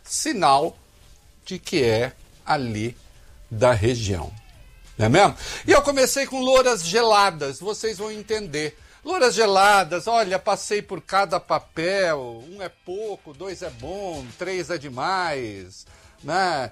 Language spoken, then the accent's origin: Portuguese; Dois Córregos, São Paulo, Brazil; moved away; Dois Córregos é a minha terra natal, uma terra de bravos, uma terra de valentes, né? É, gloriosa cidade de 25, 26 mil habitantes.